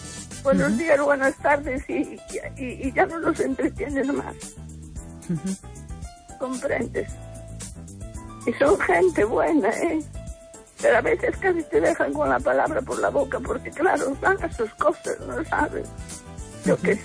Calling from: Ourense, Galicia, Spain; de Orense

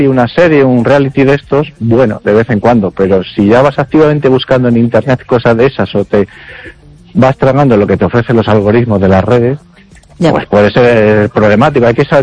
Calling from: Vigo, Galicia, Spain

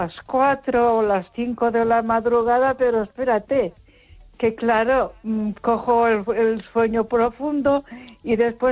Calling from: Ponferrada, Castile and León, Spain; de Ponferrada.

